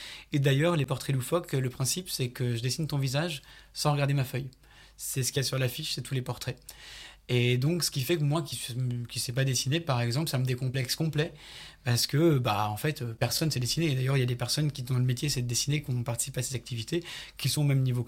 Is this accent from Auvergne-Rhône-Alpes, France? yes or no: yes; Auvergne-Rhône-Alpes, France; Et on nous explique qu'on vient d'Ardèche, de l'Ardèche du Sud, tout ça.